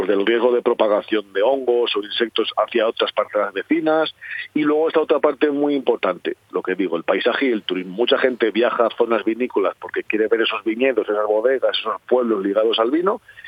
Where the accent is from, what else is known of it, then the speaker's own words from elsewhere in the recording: Toro, Castile and León, Spain; la de mi pueblo, la de Toro.